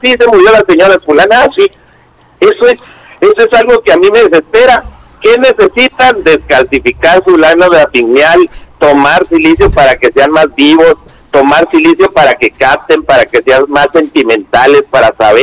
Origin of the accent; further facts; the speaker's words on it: Ciudad Jiménez, Chihuahua, Mexico; En Ciudad Jiménez es difícil, aunque yo sea de aquí